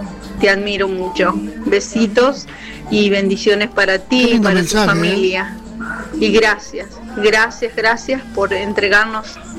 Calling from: Arocena, Santa Fe, Argentina; vivo en Arocena

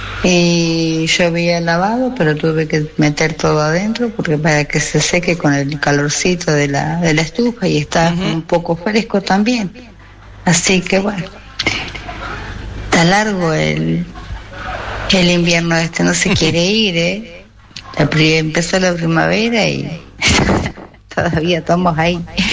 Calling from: Rufino, Santa Fe, Argentina; para mis amigos de acá de Rufino

